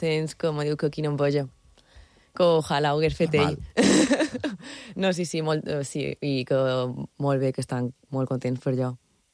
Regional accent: Palma, Balearic Islands, Spain; Sí, jo soc de Palma.

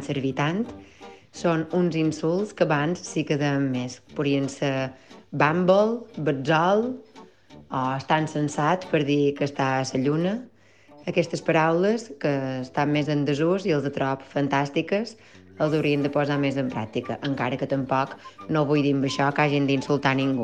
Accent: Campos, Balearic Islands, Spain

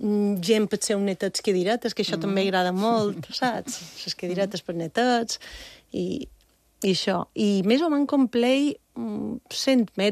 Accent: Bunyola, Balearic Islands, Spain; la fira de Bunyola, del meu poble, que és per Santa Catalina

